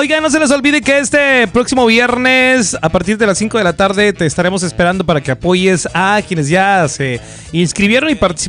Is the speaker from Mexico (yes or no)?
yes; Mexico; somos mexicanos